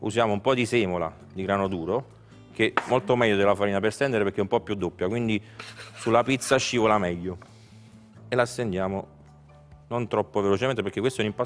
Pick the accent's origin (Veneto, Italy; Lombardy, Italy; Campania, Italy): Campania, Italy; Ischia; una pizza dedicata alla mia isola, l'Oro d'Ischia.